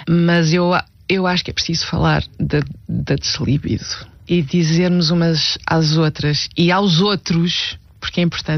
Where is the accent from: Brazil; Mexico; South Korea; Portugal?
Portugal; Norte; also born or lived in Porto; Eu cresci no Norte, depois vivi no Porto